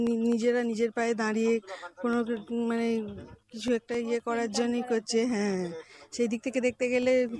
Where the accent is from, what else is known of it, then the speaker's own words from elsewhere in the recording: Itachuna, West Bengal, India; আমি খন্নান ইটাচুনা থেকে আসছি, পান্ডা ব্লক।